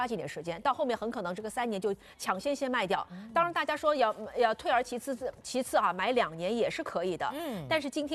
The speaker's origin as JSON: {"language": "Chinese", "region": "Jiangxi", "country": "China", "said": "因为我们江西人是爱吃乌鸡的"}